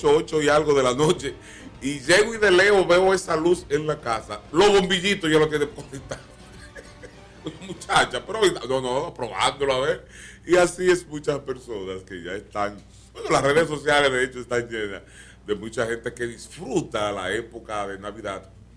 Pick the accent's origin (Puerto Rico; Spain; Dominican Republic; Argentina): Dominican Republic